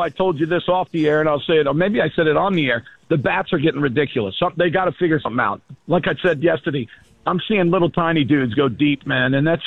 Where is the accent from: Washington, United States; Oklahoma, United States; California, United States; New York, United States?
Oklahoma, United States; I'm from Oklahoma.